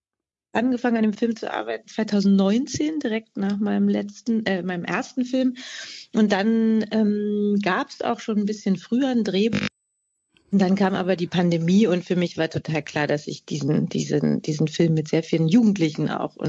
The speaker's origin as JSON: {"language": "German", "region": "East Germany", "country": "Germany", "said": "ich komme selber aus Ostdeutschland"}